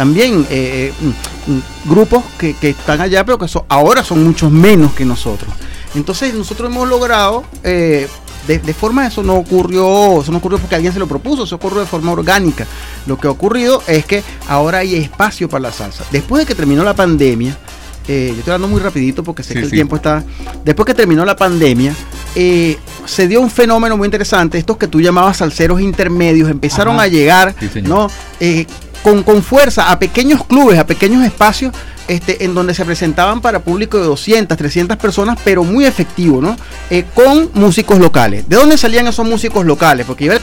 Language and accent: Spanish; Venezuela; now in Buenos Aires, Argentina; La migración venezolana, como fue tan rápida, llegamos tantos y llegamos juntos